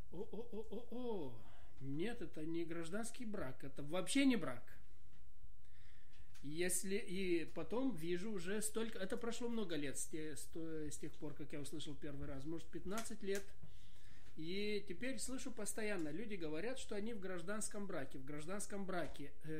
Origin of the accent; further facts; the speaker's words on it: Moldova; Здравствуйте, друзья! Я пастор из Молдовы.